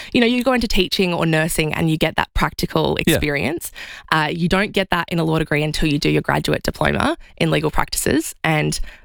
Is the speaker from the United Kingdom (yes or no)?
no; Wallaroo, South Australia, Australia; moved away as an adult; now in Adelaide, Australia; Born and raised in Wallaroo.